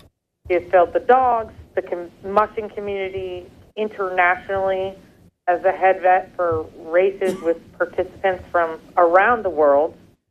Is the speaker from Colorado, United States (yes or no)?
no; Two Rivers, Wisconsin, United States; I am from Two Rivers.